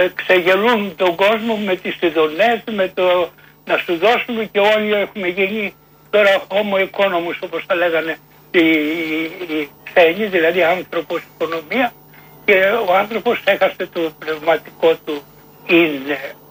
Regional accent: Greece; moved away as an adult; εγώ λείπω από την Ελλάδα από 20 χρονών, 29 που έφυγα, και όσο απομακραίνω τόσο πιο πολύ την αγαπώ.

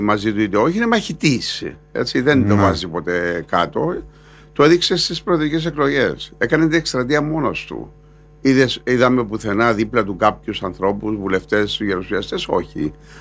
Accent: Cyprus; είμαι από την Κύπρο που είναι κατεχόμενη πατρίδα.

